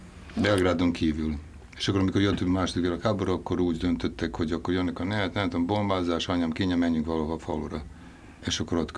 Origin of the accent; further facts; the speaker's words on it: Novi Kneževac, Vojvodina, Serbia; first language Serbian; Hungarian is a second language; moved away; also born or lived in Piliscsaba; Novik Nezsevácon születtem, ami a magyar neve az Török Kanizsa, ami 3 kilométerrel van a Kanizsától, Tiszán túl